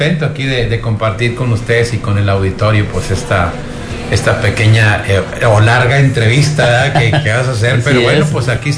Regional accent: Piedras Negras, Coahuila, Mexico; born there; also born or lived in Frontera, Coahuila; now in Allende, Mexico; tanto en Molcajete, en la Bravo, en la Concha, como se llama, en la Buenos Aires. Ahí fue mi infancia y una parte de mi adolescencia.

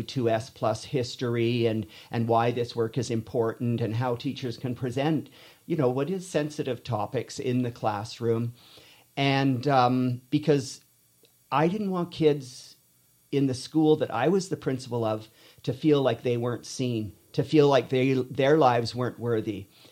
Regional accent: Quesnel, British Columbia, Canada; As a youth growing up in Quesnel

